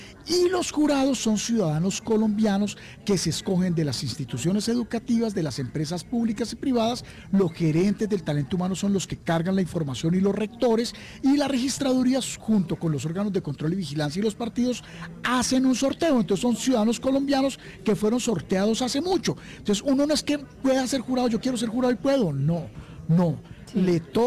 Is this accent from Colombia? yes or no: yes; Colombia; no le echemos la culpa a la policía, somos nosotros los colombianos